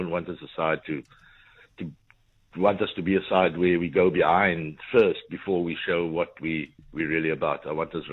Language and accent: English; South Africa; as a South African, I think that's a trait we all possess